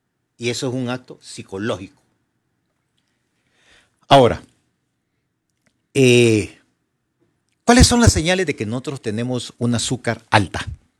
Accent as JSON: {"language": "Spanish", "country": "Honduras", "said": "somos hondureños"}